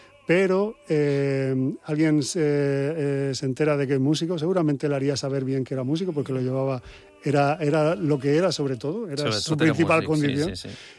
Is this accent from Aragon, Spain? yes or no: no; Valencian Community, Spain; eso es mi tierra y porque los que no salieron en esos últimos barcos del puerto de Alicante